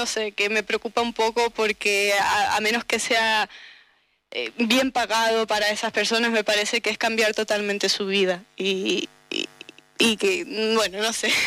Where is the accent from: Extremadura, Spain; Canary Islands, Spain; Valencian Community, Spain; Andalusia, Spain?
Canary Islands, Spain; yo soy de Lordigal. Yo soy de Lordigal.